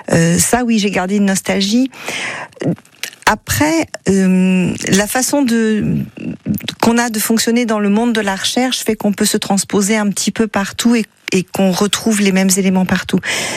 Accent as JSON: {"language": "French", "town": "Marseille", "region": "Provence-Alpes-Côte d'Azur", "country": "France", "tie": "born or raised there", "moved": "as an adult", "lives_now": "Tours, France", "said": "Je suis née à Marseille, j'ai fait mes études à Marseille."}